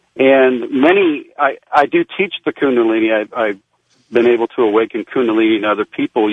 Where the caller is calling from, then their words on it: Sonoma, California, United States; I'm calling from Sonoma.